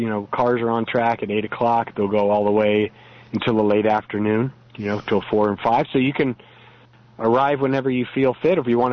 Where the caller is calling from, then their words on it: California, United States; I'm calling from SoCal.